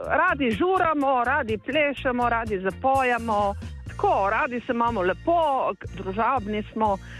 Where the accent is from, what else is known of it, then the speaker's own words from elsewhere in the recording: Slovenian Littoral, Slovenia; Primorci smo, glede na slovenski narod, izredno v redu ljudje.